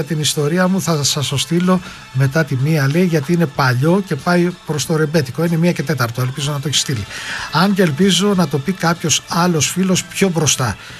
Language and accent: Greek; Alexandroupoli, East Macedonia and Thrace, Greece; από Αλεξανδρούπολης.